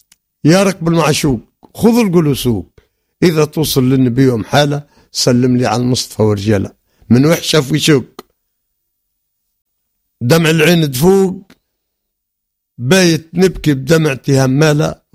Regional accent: Sfax, Sfax Governorate, Tunisia

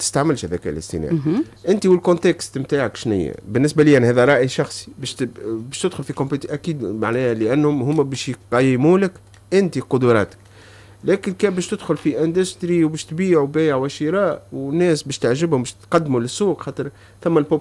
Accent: Tunisia; عندنا في تونس

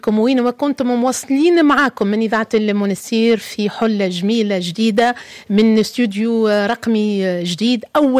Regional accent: Tunisia; accent: Tunisian; ونحكي وكان عربيتنا، ونحكي وكان لهجتنا التونسية المهذبة والراقية.

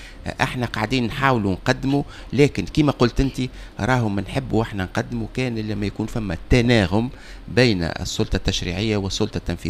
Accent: Tunisia; بلادي تونس

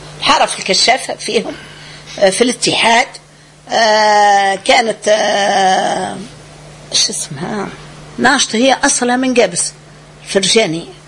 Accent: Medenine, Tunisia; احنا كنا من الوادي التالي والمحله من الوادي القدام.

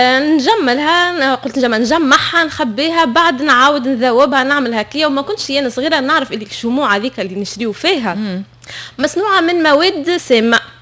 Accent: Tunisia; انا كاي تونسيه

